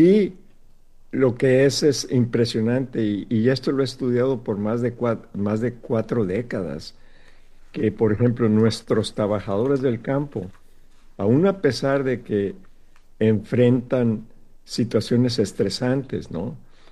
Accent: Sinaloa, Mexico; moved away; yo soy de Sinaloa

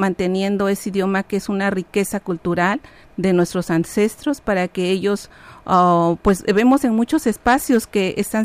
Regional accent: Oaxaca, Mexico; esas conexiones tan importantes que tenemos como oaxaqueños que somos o como mexicanos que somos

